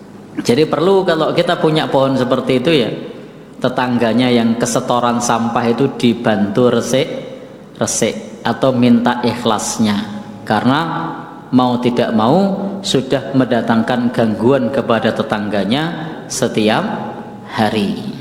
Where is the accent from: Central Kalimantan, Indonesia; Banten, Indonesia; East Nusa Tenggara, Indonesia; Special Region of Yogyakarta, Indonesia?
Special Region of Yogyakarta, Indonesia; Bantul; karakter kita sebagai wong Bantul itu tidak terus terang.